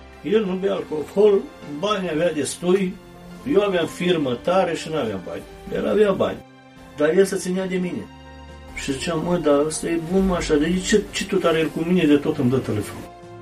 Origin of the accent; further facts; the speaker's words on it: Kladovo, Bor District, Serbia; now in Vienna, Austria; Vin dintr-o familie creștină, ortodoxă. Așa ni se zice, dar nimeni nu merge la biserică. Vin din Serbia, unde se vorbește românește, Cladova, zice, vis-a-vis de Turnul Severin.